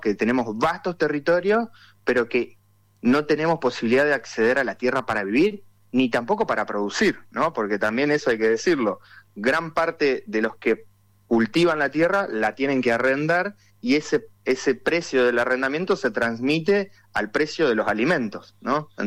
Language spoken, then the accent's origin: Spanish; Argentina